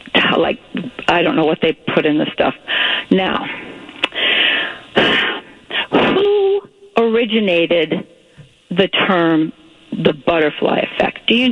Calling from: Yuma, Arizona, United States; down here in Yuma, Arizona

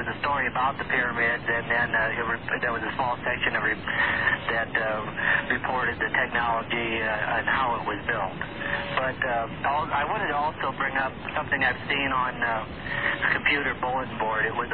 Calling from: Sparks, Nevada, United States; I live in Spark.

